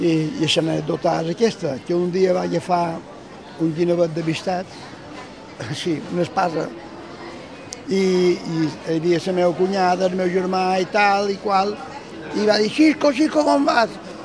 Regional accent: Palma, Balearic Islands, Spain; Quan vaig començar a caminar, ma mare pelava peus i jo estava a 50 metres de la nave dels xocs, de l'escorxador de Palma.

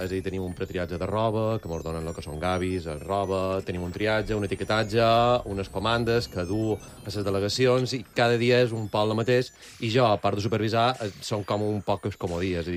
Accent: Palma, Balearic Islands, Spain; Jo soc de Palma, tenc que ser de Binissalem per la meva família, però soc de Palma

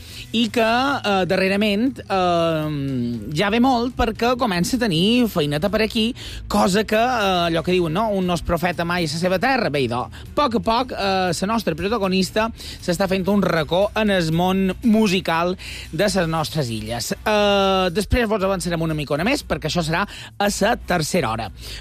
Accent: Consell, Balearic Islands, Spain; al Consell, en el meu poble

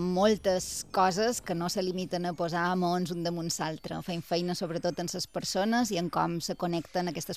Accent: Palma, Balearic Islands, Spain; also born or lived in Petra; Jo, com he dit, venc de Palma llongueta de tota la vida. I una cameta de Petra, també.

